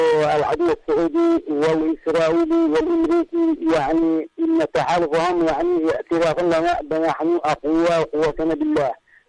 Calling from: Wusab al-Ali, Dhamar, Yemen; من وصاب العلي

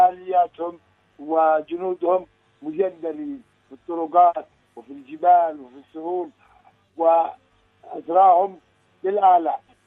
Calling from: Yemen; عندنا في اليمن

